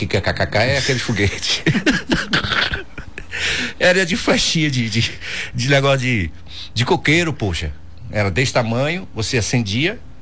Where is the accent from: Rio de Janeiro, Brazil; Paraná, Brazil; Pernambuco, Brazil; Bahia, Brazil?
Bahia, Brazil; Salvador; a gente, da capital não vê o que se vê na roça. E quando a gente ia, era divisa, que meu pai é de Mata, de São João, minha mãe é de São Sebastião do Passé.